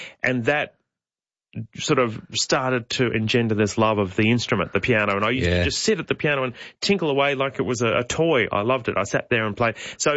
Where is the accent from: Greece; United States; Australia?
Australia; Newcastle, New South Wales; also born or lived in Sydney; I was from Newcastle, growing up in Newcastle, which is, you know, a beautiful town in New South Wales, just north of Sydney.